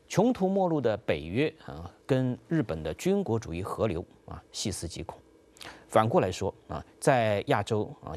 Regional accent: China

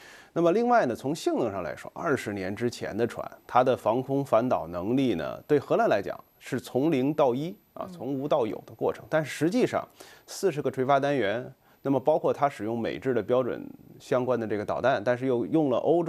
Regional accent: China; 我们中国人讲的是己所不欲，勿施于人

